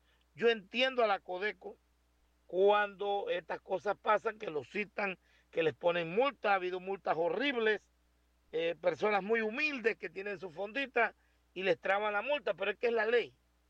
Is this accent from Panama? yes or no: yes; Panama; Soy un panameño, siempre compro el tanque de 25 libras. Estoy clarito como panameño